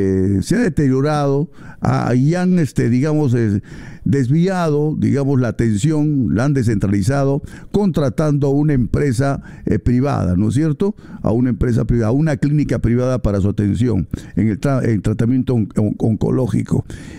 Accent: Arequipa, Peru; Yo estaba en Arequipa, soy arequipeño, además, estaba en los dos hospitales

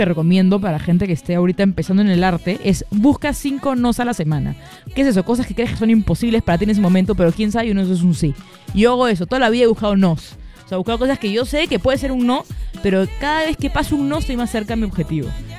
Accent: Peru; no, yo soy peruana.

